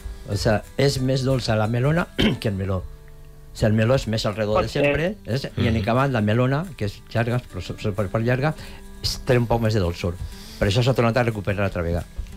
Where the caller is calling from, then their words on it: Meliana, Valencian Community, Spain; jo soc de Meliana